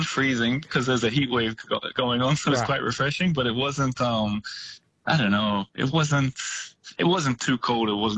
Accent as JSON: {"language": "English", "country": "Australia", "lives_now": "France", "said": "Firstly, as an Australian, one of the things I miss from living in a big city like this"}